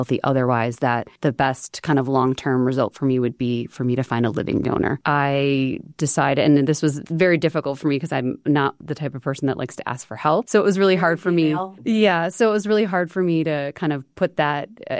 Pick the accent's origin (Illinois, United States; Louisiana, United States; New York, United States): Illinois, United States; Chicago; moved away; I'm originally from Chicago.